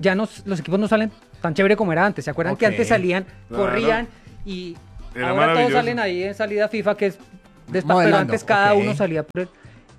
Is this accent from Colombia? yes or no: yes; Bogotá, Colombia; Yo soy santafereño y entonces...